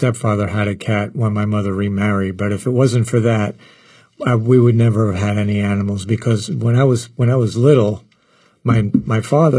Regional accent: New York City, New York, United States; born there; moved away; also born or lived in West Islip, Long Island / Dallas suburb, Texas; No, I'm originally from Brooklyn.

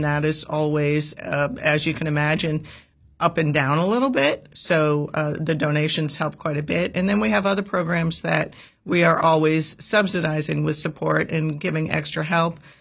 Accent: Massachusetts, United States; moved away as an adult; now in North Carolina, United States; I'm from Massachusetts.

